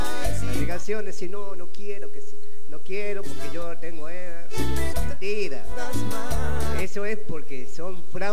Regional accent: Argentina; somos argentinos, somos criollos. Yo soy bien criollo, bien criollo. Bien argentino, de pura cepa, como dice Eduardito

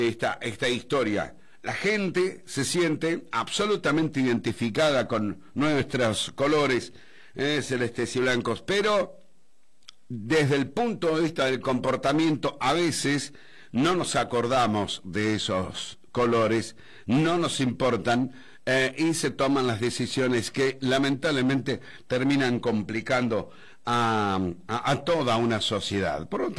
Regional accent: Argentina

